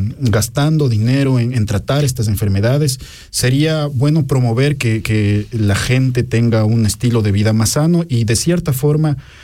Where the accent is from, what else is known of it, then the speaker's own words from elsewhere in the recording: Ecuador; moved away as an adult; en el Ecuador, de donde yo vengo